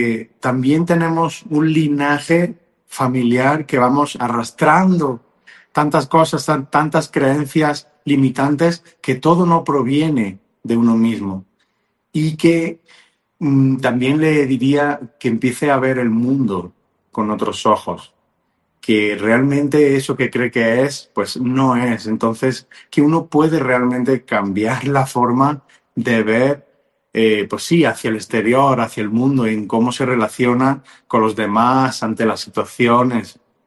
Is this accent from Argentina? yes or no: no; Spain; now in Mexico; desde aquí, desde México, aunque soy de España, pero resido aquí en México